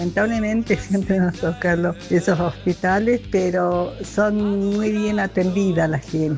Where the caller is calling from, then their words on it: Villa de Mayo, Buenos Aires Province, Argentina; vivo en Villa de Mayo.